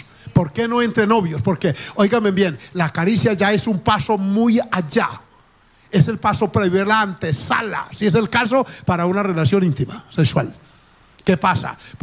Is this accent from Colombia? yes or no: yes; Arauca, Colombia; yo vengo de Arauca, yo venía bendecido con una platica